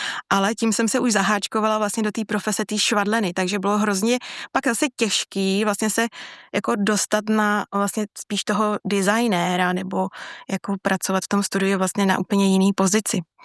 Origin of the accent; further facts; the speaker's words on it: Bohemia, Czechia; protože u nás v Čechách by to třeba šlo, nebo bylo normální